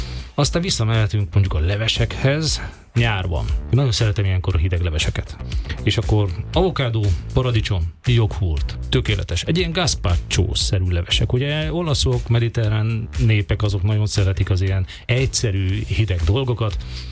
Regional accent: Szabolcs-Szatmár-Bereg, Hungary; szabolcsi származású vagyok, tehát Szabolcsországban

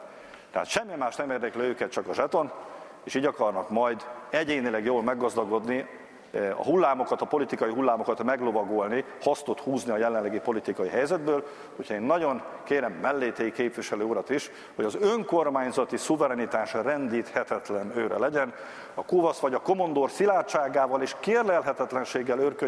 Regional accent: Csenger District, Szabolcs-Szatmár-Bereg, Hungary; ráadásul ez a Csengeri járás egyik települése, az ország legszegényebb járása, ahonnan én származom.

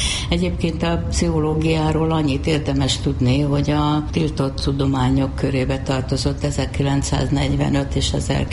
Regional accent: Várpalota, Veszprém County, Hungary; egy műtrágyagyár mellett nőttem fel

